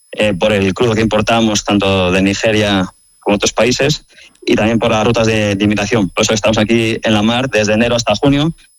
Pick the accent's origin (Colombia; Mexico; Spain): Spain; como los españoles sabemos jugar todos?